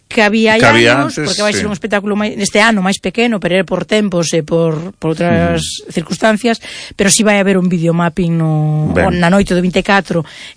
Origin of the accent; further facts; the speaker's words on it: Santiago de Compostela, Galicia, Spain; Digo, os que somos de Santiago de toda a vida. Eu que vivo nun alto que sempre os víamos.